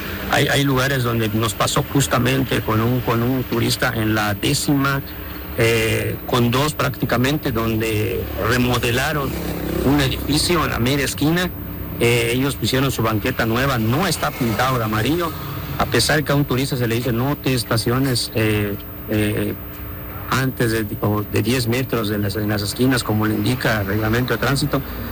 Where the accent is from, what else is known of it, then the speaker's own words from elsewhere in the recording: Cozumel, Quintana Roo, Mexico; me preguntó de dónde somos, porque vio mi INE y vio que decía pues que somos de Cozumel, ¿no?